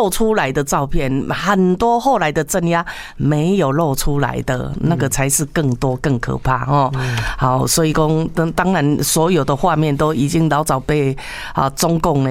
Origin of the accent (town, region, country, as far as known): Taiwan